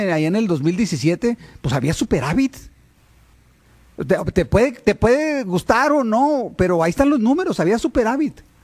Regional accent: Monclova, Coahuila, Mexico; no soy de Torreón, no tengo la fortuna de ser de allá, tengo la fortuna de ser de Monclova, Roberto

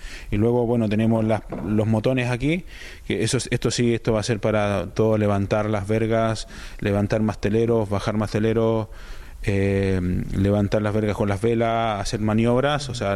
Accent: Calbuco, Los Lagos, Chile; moved away as an adult; now in Pasaia, Spain; Sí, sí, yo soy de Chile, de la décima región de los Lagos, en Calbuco, de ahí soy.

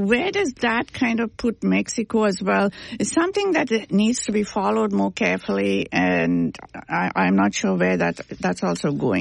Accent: Canada; I think many people here know that I'm also a Canadian, so I'm familiar with the whole Canadian press.

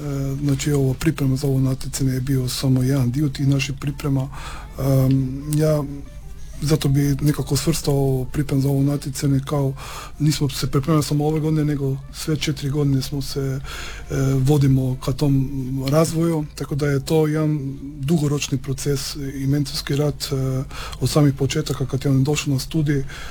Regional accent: Slovenia; moved away as an adult; now in Pula, Croatia; Naime, ja sam bio tu student gdje sam danas profesor, inače dolazim iz Slovenije, ali evo, studijski putevi su me nekako naveli na to da sam ostao evo tu u Istri i u Hrvatskoj.

